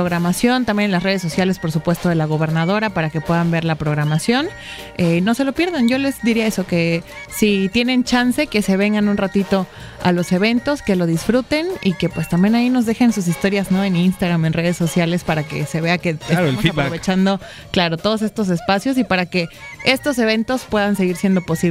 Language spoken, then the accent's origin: Spanish; Chiapas, Mexico; now in Mexico City, Mexico; periodista, orgullosamente chiapaneca, pero viviendo en la Ciudad de México.